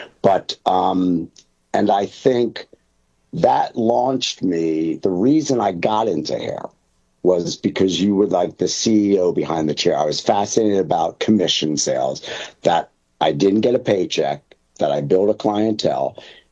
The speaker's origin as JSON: {"language": "English", "town": "Philadelphia", "region": "Pennsylvania", "country": "United States", "said": "I'm from Philadelphia. That's where I'm originally from."}